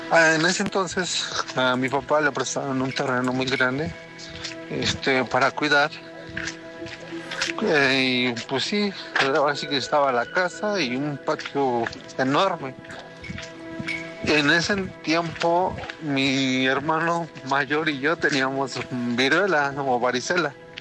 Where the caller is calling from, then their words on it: Pachuca, Hidalgo, Mexico; Soy de Pachuca, Hidalgo.